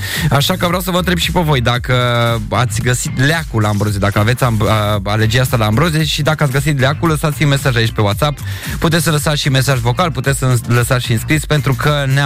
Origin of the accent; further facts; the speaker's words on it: Transylvania, Romania; Eu sunt ardelean